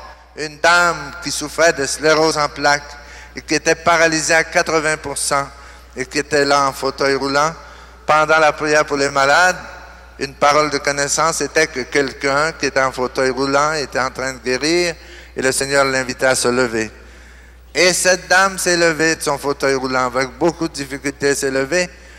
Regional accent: Canada; now in Santo Domingo, Dominican Republic; si on vous avait annoncé qu'un prêtre canadien venait prêcher ici

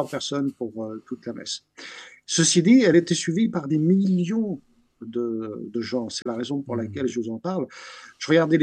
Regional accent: France; frère mineur de parents issus de ce pays qu'est la Bosnie-Herzégovine, où se trouve Medjugorje. Je suis né, j'ai grandi en France, mais chaque année, j'allais passer l'été avec ma famille.

